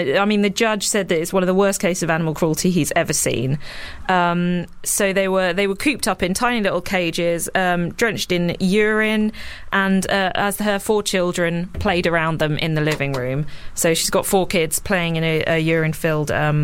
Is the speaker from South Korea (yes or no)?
no; Sussex, South East England, United Kingdom; I'm from Sussex.